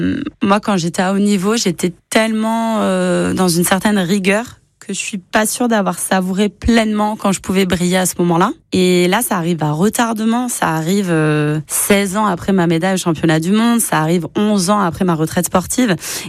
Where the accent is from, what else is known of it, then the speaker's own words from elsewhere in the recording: Limoges, Nouvelle-Aquitaine, France; Moi, je suis limougeaude de cœur et d'âme. Je suis née à Limoges. J'ai fait toutes mes études à Limoges